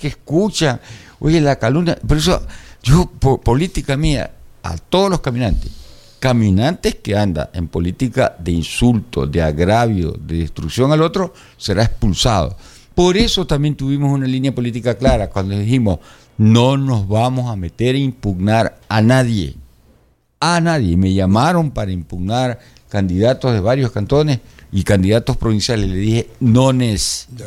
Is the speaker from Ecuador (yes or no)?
yes; Manabí, Ecuador; yo soy manabita, pues